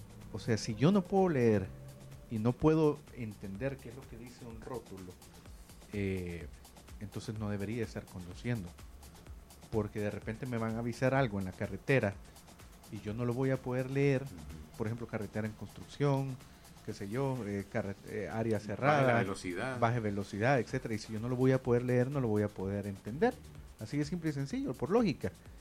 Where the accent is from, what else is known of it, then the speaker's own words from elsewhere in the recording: El Salvador; Pero sí podemos entender que todos somos salvadoreños y nadie queremos fregar a otro salvadoreño.